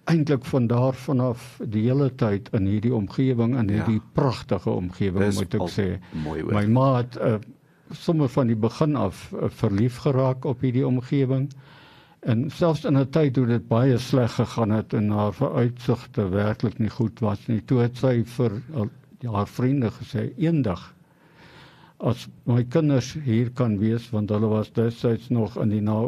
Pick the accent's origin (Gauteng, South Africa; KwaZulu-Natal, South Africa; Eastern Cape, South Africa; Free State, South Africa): KwaZulu-Natal, South Africa; Pietermaritzburg; born there; Gebore in Pietermaritzburg, en soos die kinders meer geword het, kom my ouers nie die mas opkom nie